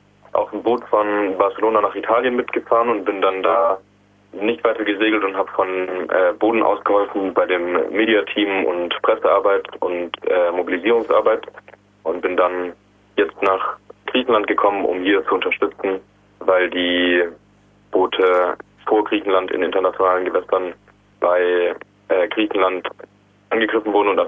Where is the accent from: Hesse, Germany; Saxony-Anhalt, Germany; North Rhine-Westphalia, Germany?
Hesse, Germany; ich bin 19 Jahre alt und aus dem Süden von Deutschland, also in der Nähe von Frankfurt. Ich befinde mich gerade in Griechenland